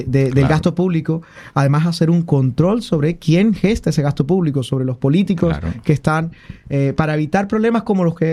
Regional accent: Colombia; yo tengo 36 años. Ajá. Y probablemente no recuerdo nunca que en mi país

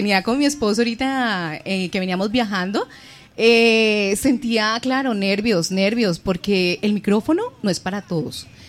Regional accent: El Pital, Huila, Colombia; Yo soy del Pital

